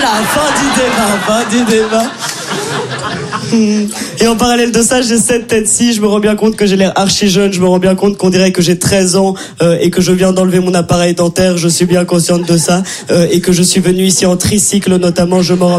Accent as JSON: {"language": "French", "country": "Belgium", "said": "C'est peut-être mon accent de Bruxelles ou mon immense voix, je sais pas. Mais en tout cas, je viens pas de France, voilà, je viens de Belgique."}